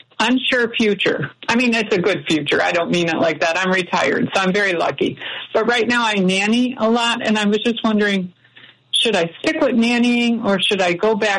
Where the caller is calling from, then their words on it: New Lenox, Illinois, United States; I'm calling from New Lenox.